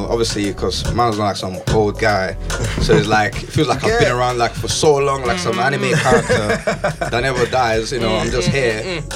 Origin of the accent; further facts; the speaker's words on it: Lagos, Nigeria; now in London, United Kingdom; I'm from Lagos. I ended up being here somehow.